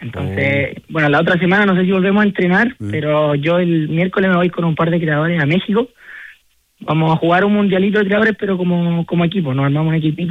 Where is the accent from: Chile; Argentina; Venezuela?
Chile; lo único que somos de Chile